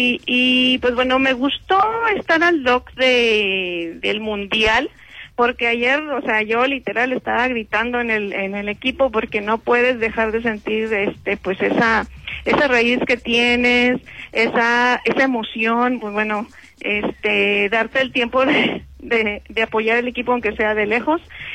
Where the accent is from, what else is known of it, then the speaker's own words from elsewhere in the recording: Monterrey, Nuevo León, Mexico; yo soy de Monterrey